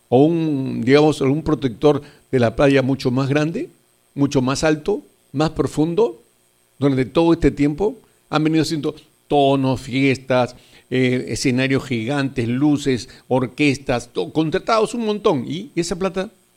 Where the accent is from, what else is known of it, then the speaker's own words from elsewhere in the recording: Lima, Peru; born there; Yo nací en Punta Negra, por si acaso. Y yo he pasado por ahí, chivolo.